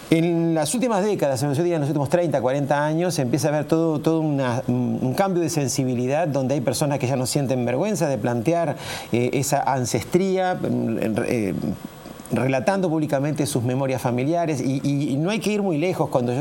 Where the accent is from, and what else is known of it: Uruguay